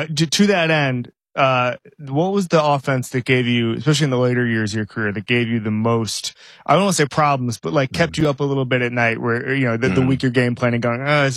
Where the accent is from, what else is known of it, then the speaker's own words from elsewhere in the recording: Florida, United States; All right, so I'm from Florida.